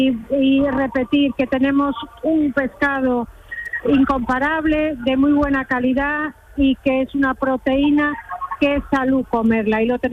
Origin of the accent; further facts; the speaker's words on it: Marín, Galicia, Spain; yo soy de Marín, de Galicia, pero bueno, aquí la vinculación con Cádiz, ya te digo que ha sido desde siempre